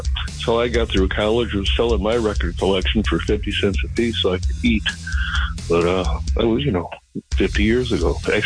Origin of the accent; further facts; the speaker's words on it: Illinois, United States; now in Athens, United States; We're both from Chicagoland and said, let's live here.